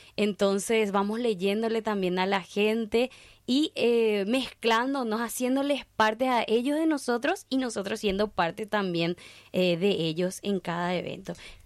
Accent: Paraguay; no solamente como paraguayos

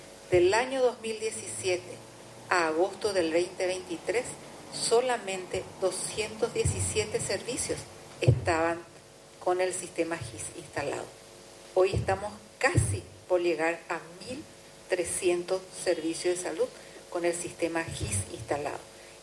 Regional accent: Paraguay; nosotros como paraguayos vamos a poder demostrarle a la región que si Paraguay puede, cualquier país de América Latina lo pueda lograr.

